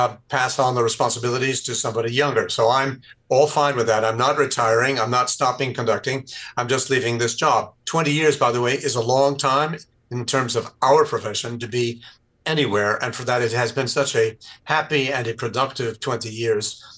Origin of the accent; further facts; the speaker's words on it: New York City, New York, United States; I grew up in New York City in his great years.